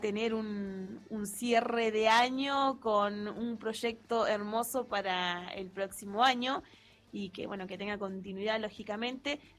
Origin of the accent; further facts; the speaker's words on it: Zapala, Neuquén, Argentina; Yo nací en Zapala. Estudié en otro lugar, pero bueno, volví a los 15 años a Zapala, ya tengo 40.